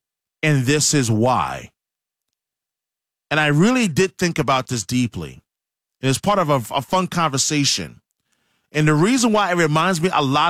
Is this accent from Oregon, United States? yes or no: no; New York, United States; now in Philadelphia, United States; I'm from New York, born and raised, native New Yorker through and through, now living in Philadelphia.